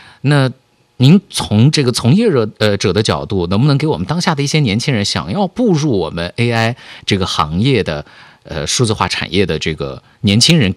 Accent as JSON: {"language": "Chinese", "region": "Xinjiang", "country": "China", "said": "我们新疆人"}